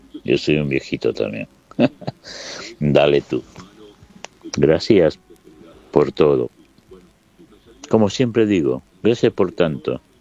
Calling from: Longchamps, Buenos Aires Province, Argentina; de Longchamp y te felicito por tu programa porque me haces recordar muchas cosas.

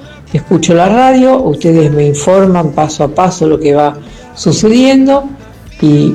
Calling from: Argentina; de San Cristóbal 459.

